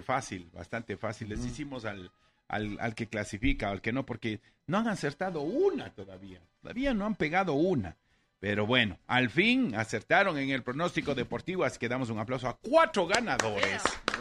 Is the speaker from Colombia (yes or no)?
no; Ecuador; Nosotros como ecuatorianos